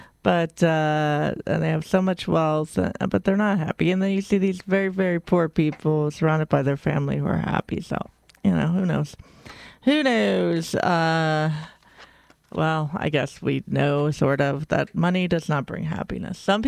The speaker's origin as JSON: {"language": "English", "region": "Ohio", "country": "United States", "said": "Other than I'm from Ohio, too. Not from Dayton."}